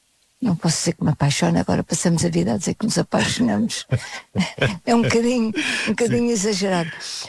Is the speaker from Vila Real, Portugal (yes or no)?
no; Lisbon, Portugal; born there; also born or lived in Beira Alta; Eu cresci metade na cidade, em Lisboa, e metade no campo, porque eu tinha uns tios que viviam na Beira Alta, e aqui perto, não é muito longe.